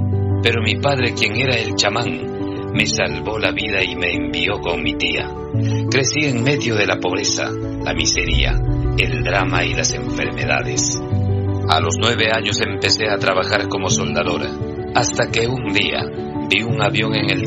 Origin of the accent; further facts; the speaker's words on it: Ghana; Además dirijo la ONG Nasco Feeding Minds, con sede en Ghana, a través de la cual brindamos educación en mi país natal.